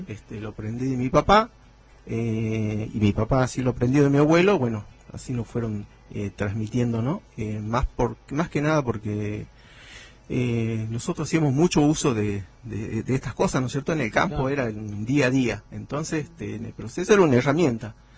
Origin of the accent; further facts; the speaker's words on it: Guerrero, Jujuy, Argentina; now in Palpalá, Argentina; yo actualmente vivo en Palpala, pero yo soy de Guerrero.